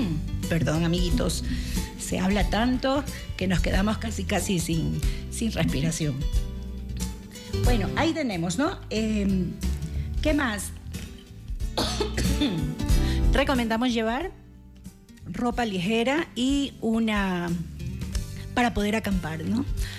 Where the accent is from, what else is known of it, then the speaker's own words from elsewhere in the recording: Ecuador; soy ecuatoriana